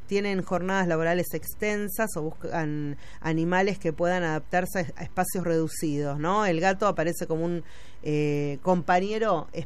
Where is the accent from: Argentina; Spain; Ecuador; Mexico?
Argentina; somos los argentinos de tener mascotas mucho